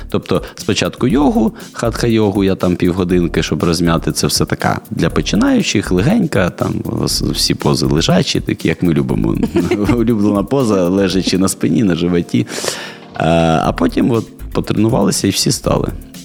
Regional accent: Luhansk Oblast, Ukraine; now in Odesa, Ukraine; коли я там народився, виріс в Луганській області, я завжди в дитинстві мріяв жити біля моря.

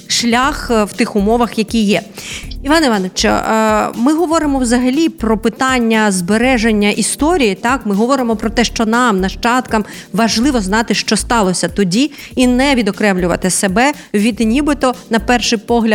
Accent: Donetsk Oblast, Ukraine; now in Odesa Oblast, Ukraine; Я родом з Донеччини саме, і теж саме Росія стала причиною того, що я змушена була покинути свій дім, своє рідне місто

